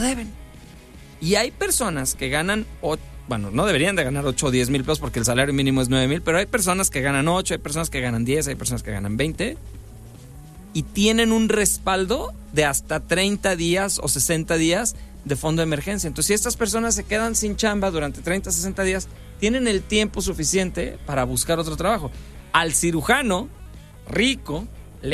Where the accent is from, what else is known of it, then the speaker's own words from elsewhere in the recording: Guadalajara, Jalisco, Mexico; now in Culiacán, Mexico; Es una de las razones por las que yo me fui a vivir a Culiacán. Yo soy de Guadalajara, pero me fui a Culiacán porque eso, había bonanza